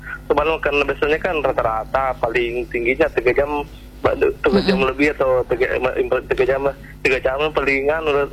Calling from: Bone, South Sulawesi, Indonesia

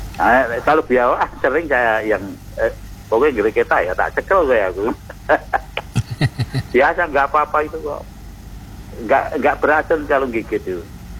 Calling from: Central Java, Indonesia; Kali Yelo, sebelah timur. Kalau sebelah barat itu ya kira-kira berapa ya, setengah kilo itu Kali Progo, kejepit desa saya itu

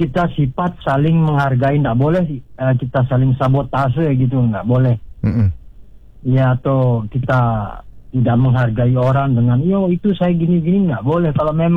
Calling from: Mataram, West Nusa Tenggara, Indonesia; Ya, salam hormat saya dari … di Kota Mataram.

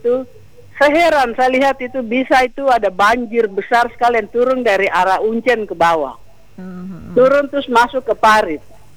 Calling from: Sentani, Papua, Indonesia; di Sentani.

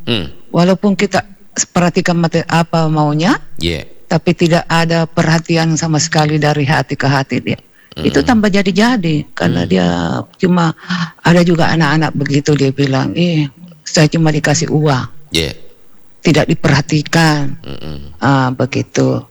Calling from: Makassar, South Sulawesi, Indonesia; Kita juga sebagai orang Makassar, Bugis Makassar

